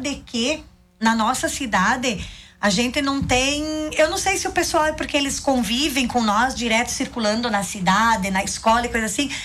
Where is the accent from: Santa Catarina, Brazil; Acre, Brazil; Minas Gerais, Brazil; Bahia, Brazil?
Santa Catarina, Brazil; Ipumirim; a gente não esconde que a gente é de Ipumirim. A gente tem orgulho da nossa cidade.